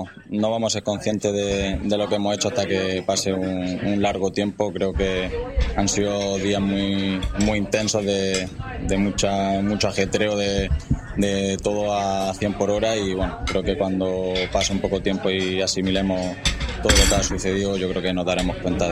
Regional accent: Roquetas de Mar, Andalusia, Spain; moved away

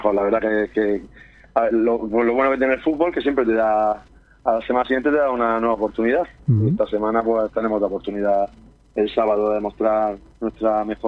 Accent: Aguadulce, Andalusia, Spain; Yo soy de Agua Dulce toda la vida. Yo jugué en Agua Dulce cuando era un niño.

